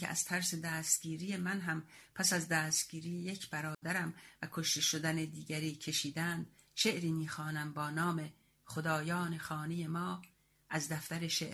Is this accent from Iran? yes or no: yes; Iran; moved away as an adult; now in Sweden; پس از 2 سال زندگی مخفی در زادگاهم ایران